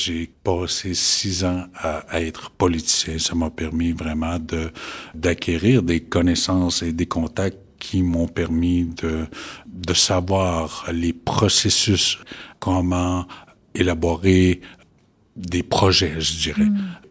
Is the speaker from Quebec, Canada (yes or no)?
yes; Uashat mak Mani-utenam, Quebec, Canada; now in Matimekosh, Canada; Je suis originaire de Ouachat Makmaniotenam. Oui, je viens d'ici et j'ai déménagé à Matimekosh récemment, oui.